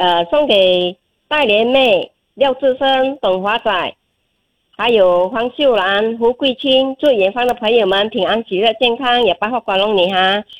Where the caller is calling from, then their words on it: Singapore; 我是来自新加坡的